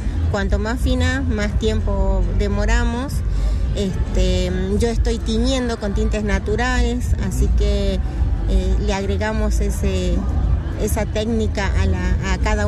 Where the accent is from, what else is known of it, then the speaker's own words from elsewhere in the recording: La Tercena, Catamarca, Argentina; soy artesana textil del departamento Fray Mamerto Esquiú, precisamente de la Tercena.